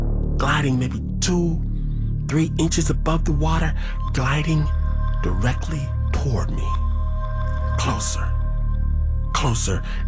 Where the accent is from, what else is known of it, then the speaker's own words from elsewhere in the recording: Michigan, United States; I'm from Michigan.